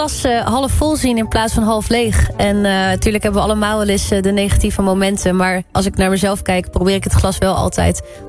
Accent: IJsselstein, Utrecht, Netherlands; inderdaad. Ik ben 27 jaar. Ik kom uit IJsselstein.

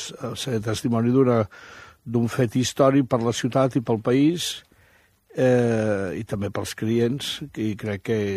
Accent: Barcelona, Catalonia, Spain; com a barceloní

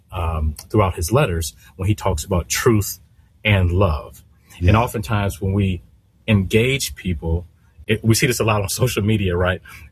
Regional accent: Detroit, Michigan, United States; I'm from Detroit, and right now I live in a city that's only a hop, skip, and jump away from Dearborn.

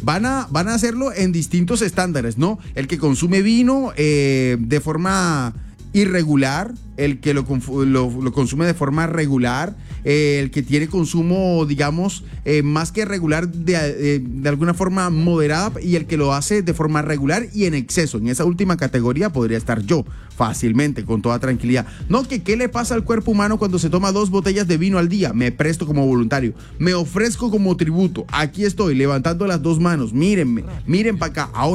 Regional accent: Colombia; yo estoy muy orgulloso de ser colombiano. Me encanta a mí sacar mi cédula de ciudadanía, mi pasaporte, presentar mis documentos y decir soy colombiano, orgullosamente

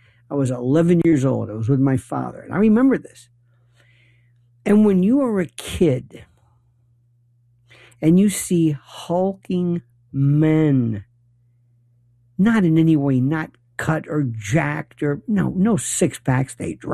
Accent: Tampa, Florida, United States; I grew up in Florida or Tampa. Not Tampa Bay, Tampa. And it's a most unique place.

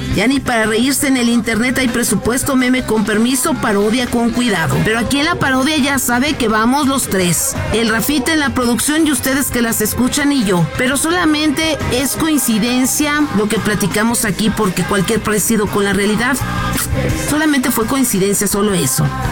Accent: Mexico; Pero ya sabe cómo somos los mexicanos

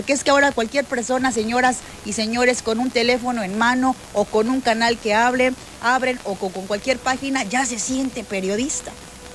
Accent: Mexico

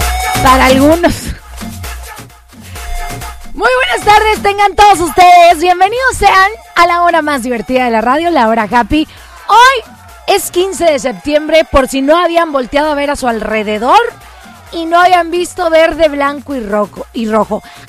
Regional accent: Mexico; Ni me sale el acento porque yo soy bien mexicana. Soy criolla.

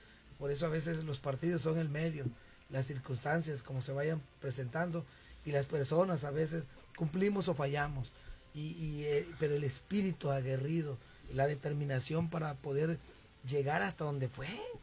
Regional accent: Tabasco, Mexico; now in Ciudad Juárez, Mexico; Y venimos de Tabasco.

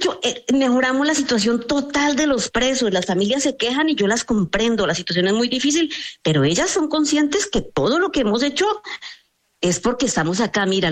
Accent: Colombia; moved away; yo no soy una persona que tenía una actividad política en Colombia, porque salí hace 40 años de Colombia

